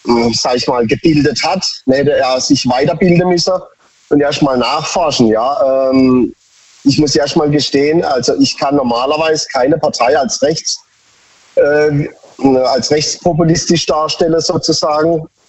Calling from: Baden-Baden, Baden-Württemberg, Germany; Von Baden-Baden.

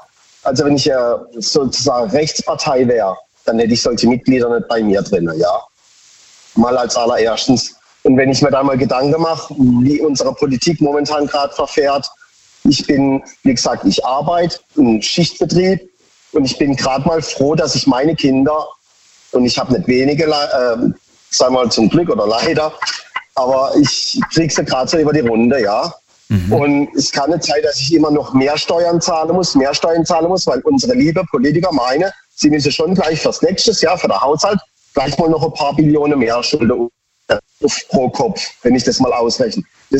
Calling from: Baden-Baden, Baden-Württemberg, Germany; von Baden-Baden.

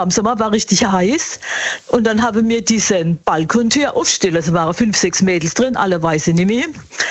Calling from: Bad Schönborn, Baden-Württemberg, Germany; Aus Bad Schönborn. Wir haben schon öfters telefoniert.

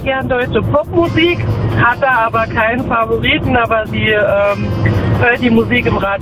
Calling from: Schellweiler, Rhineland-Palatinate, Germany; Aus Schellweiler.

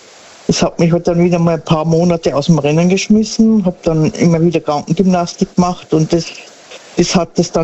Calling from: Sinsheim, Baden-Württemberg, Germany; Aus der Ecke Sinsheim.

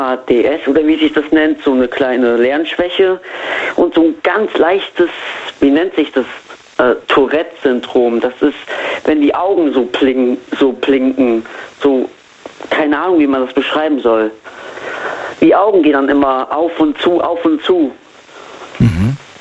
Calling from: Lüneburg, Lower Saxony, Germany; Lüneburg.

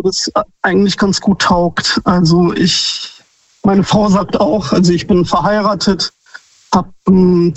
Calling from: Neuffen, Baden-Württemberg, Germany; Ja, das ist so zwischen Reutlingen und Stuttgart. Grob.

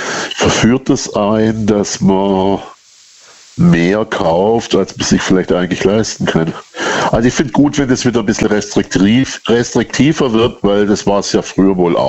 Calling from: Baden-Württemberg, Germany; So 40 Kilometer nördlich von Stuttgart, also okay. Nördlich ja Rems-Murr-Kreis, ja.

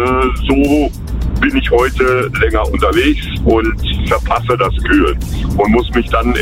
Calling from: Andernach, Rhineland-Palatinate, Germany; ich komme aus Andernach, ne? Und bin jetzt auf dem Weg in Richtung Koblenz, von Fernbach aus.

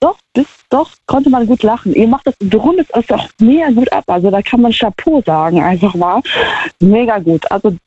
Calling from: Trier, Rhineland-Palatinate, Germany

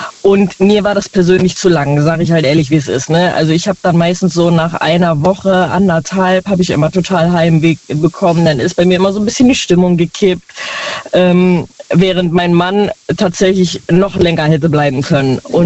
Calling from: Neunkirchen, North Rhine-Westphalia, Germany; Rhein-Siegkreis. Aus Neunkirchen.

